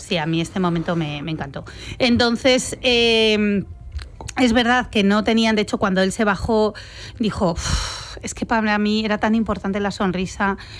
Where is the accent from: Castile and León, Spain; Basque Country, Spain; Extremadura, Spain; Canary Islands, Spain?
Extremadura, Spain; Porque los dos somos extremeños, tierra de conquistadores